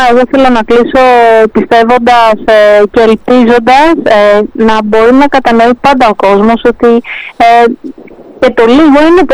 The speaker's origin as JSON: {"language": "Greek", "town": "Piraeus", "region": "Attica", "country": "Greece", "said": "Εγώ είμαι και από τον Πειραιά."}